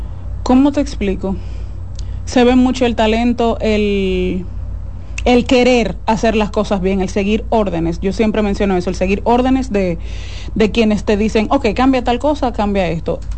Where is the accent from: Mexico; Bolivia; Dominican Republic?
Dominican Republic; A mí me hubiese encantado hacer teatro musical en mi país.